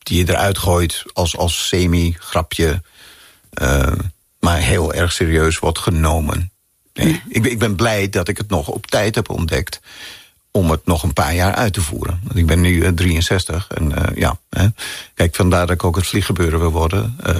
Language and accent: Dutch; Amsterdam, North Holland, Netherlands; Geboren en getogen in Amsterdam. Op de Nieuwendijk. En dat was om de hoek van de Dam en Kalverstraat en dergelijke.